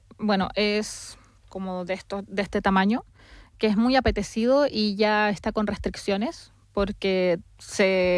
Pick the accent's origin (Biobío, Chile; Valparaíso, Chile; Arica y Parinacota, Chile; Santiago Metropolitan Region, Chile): Biobío, Chile; Concepción; Concepción, que es la ciudad de donde yo soy, tenemos cerca caletas y tenemos cerca puertos.